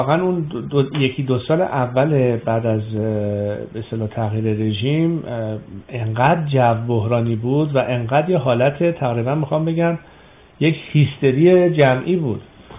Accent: Iran; moved away; به عنوان یک ایرانی

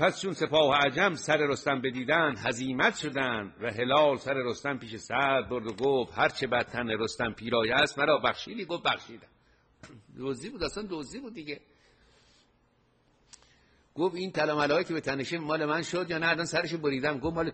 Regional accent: Iran; ما ایرانی هستیم.

